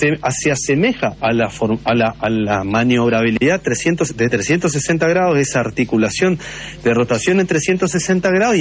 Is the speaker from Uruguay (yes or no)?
no; Chaco, Argentina; born there; also born or lived in Buenos Aires; now in Reconquista, Argentina; yo soy nacido en el Chaco, estudiado en Buenos Aires y hice toda mi formación quirúrgica allá también. Y bueno, y ahora me mudé hace 5 años acá, ya un poquito más de 5 años a Reconquista